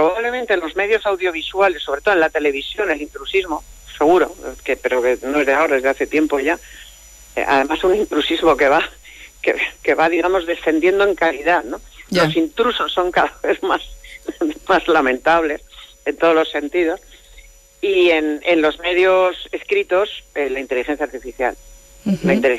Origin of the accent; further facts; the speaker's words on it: Spain; a mí me avergüenza como española